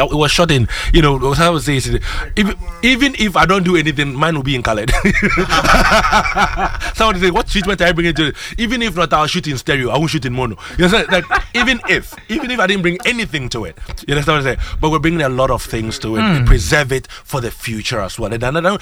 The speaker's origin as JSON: {"language": "English", "town": "Cape Coast", "region": "Central Region", "country": "Ghana", "said": "I'm from Cape."}